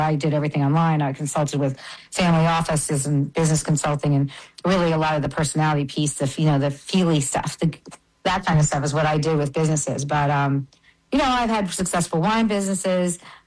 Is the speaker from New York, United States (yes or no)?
yes; New York, United States; also born or lived in Brazil; I'm born and raised in New York. I was born partially. I mean, I was raised, you know, a lot in Brazil because my mother is Brazilian.